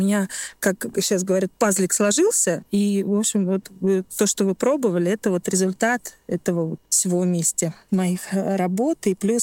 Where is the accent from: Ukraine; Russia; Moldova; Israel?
Russia; Krasny Kholm, Tver Oblast; born there; Я родилась в Тверской области, город Красный Холм.